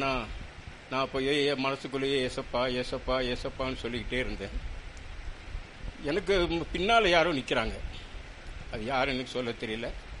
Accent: Coonoor, Tamil Nadu, India; moved away as an adult; now in Coimbatore, India; குன்னூர் பகுதியில் தான் நாங்கள் பிறந்து வளர்ந்தது எல்லாம் குன்னூர் தான். எஸ்ஆர்கா மூலியம் தான் நாங்கள் ஜெபிச்சு ரட்சிக்கப்பட்டோம். நான் ரட்சிக்கப்பட்டு 8 வருஷம் தான் ஆகுது.

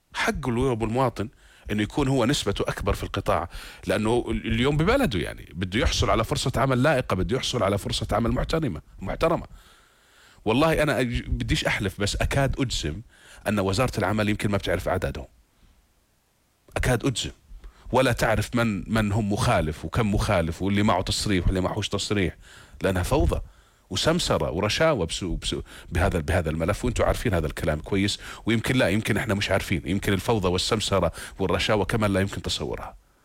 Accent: Jordan; أنا كأردني

